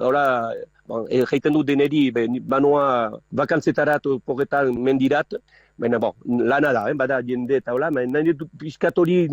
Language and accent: Basque; Hasparren, Nouvelle-Aquitaine, France; Azparnetik heldu naiz